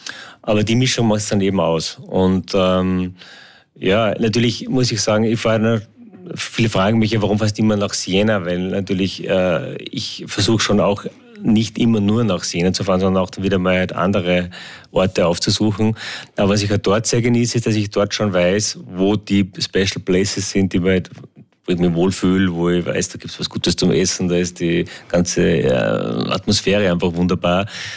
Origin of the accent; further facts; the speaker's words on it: Salzburg, Austria; born there; ich bin wahnsinnig glücklich, hier in Salzburg geboren zu sein und hier so einen Lebensmittelpunkt zu haben.